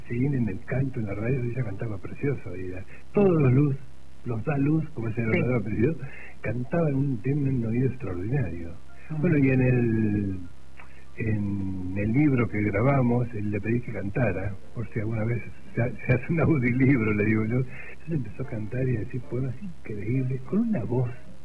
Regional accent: Carlos Tejedor, Buenos Aires Province, Argentina; born there; vivía en pueblos, y digo en pueblos porque mi papá era ferroviario y íbamos de pueblo en pueblo. Pero nací en Carlos Tejedor, como dijiste.

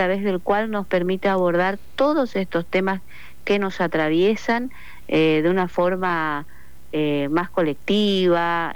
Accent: Oberá, Misiones, Argentina

